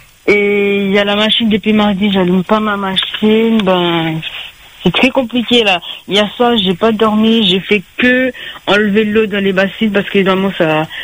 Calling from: Saint-Pierre, Réunion; Je suis de Saint-Pierre.

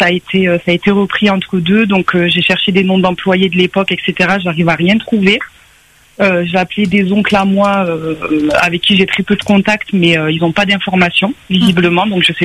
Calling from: Metropolitan France, France; Je vous appelle de Métropole.

